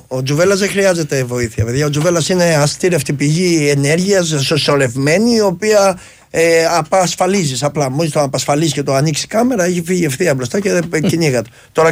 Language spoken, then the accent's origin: Greek; Amaliada, Western Greece, Greece; Από την Αμαλιάδα. Βασικά με την Κυλλίνη. Ψαροχώρη της Κυλλίνης.